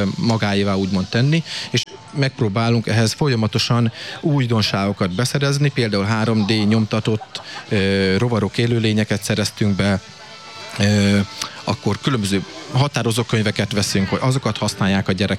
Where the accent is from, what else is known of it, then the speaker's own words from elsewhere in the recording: Kisújszállás, Jász-Nagykun-Szolnok, Hungary; moved away as an adult; now in Jászboldogháza, Hungary; kisgyerekkorban én kisúszáláson nőttem fel, tehát én itt Boldogházban szokták mondani, hogy gyütment vagyok, már 16 éve itt élek.